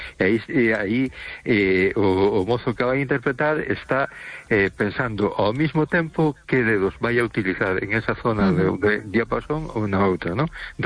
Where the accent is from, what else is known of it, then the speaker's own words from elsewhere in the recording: A Coruña, Galicia, Spain; Hola, buenas noches. … de Coruña.